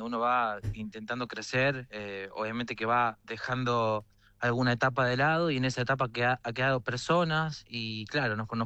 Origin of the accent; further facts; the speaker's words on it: Argentina; accent: Argentine; porque de repente nos escuchaban el acento y nos decían, ah, argentinos